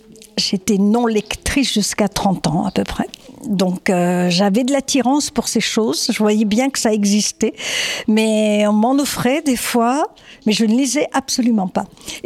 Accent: Algeria; Alors moi, je venais d'Algérie, j'étais noiraude un peu.

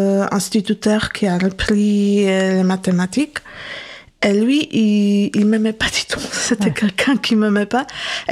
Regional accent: Poland; born or raised there; first language Polish; French is a second language; moved away as an adult; now in France

